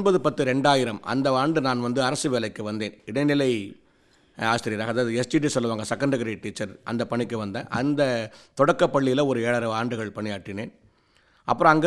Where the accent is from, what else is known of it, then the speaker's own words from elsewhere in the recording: Karaikal district, Puducherry, India; என்னுடைய சொந்த ஊர் இங்கே காரைக்கால் மாவட்டம் நல்லெழுந்தூர் என்ற கிராமம்.